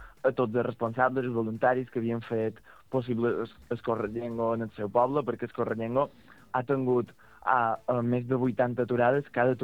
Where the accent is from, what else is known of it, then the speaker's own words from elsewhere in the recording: Sa Pobla, Balearic Islands, Spain; Nosaltres, per exemple, ja som de Sa Pobla i l'arribada a Sa Pobla va ser molt, molt xula